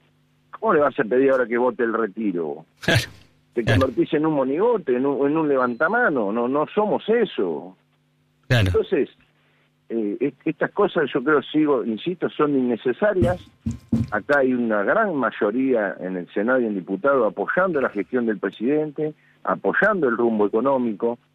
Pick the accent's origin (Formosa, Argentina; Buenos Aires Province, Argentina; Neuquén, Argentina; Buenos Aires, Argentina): Formosa, Argentina; yo vengo de Formosa